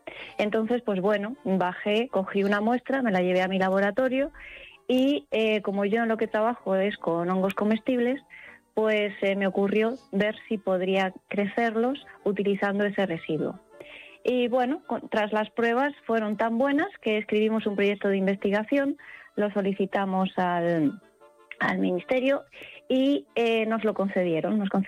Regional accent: Murcia, Region of Murcia, Spain; soy murciana. Nací en Murcia, crecí toda mi infancia pasando los veranos en los Urrutias, a las orillas del Mar Menor

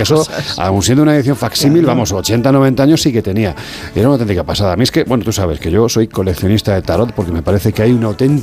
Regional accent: Andalusia, Spain; Y yo soy andaluz, no soy exagerado

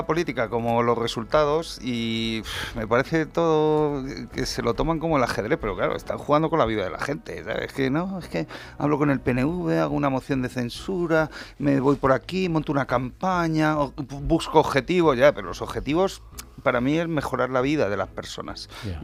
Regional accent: Madrid, Community of Madrid, Spain; yo soy de Madrid, pero me cae bien el Atleti.

